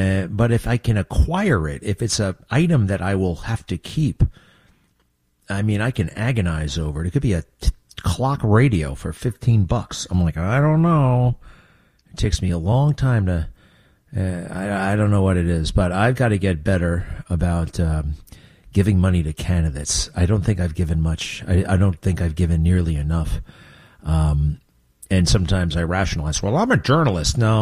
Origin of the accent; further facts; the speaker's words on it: Nassau County, New York, United States; I grew up in Nassau County.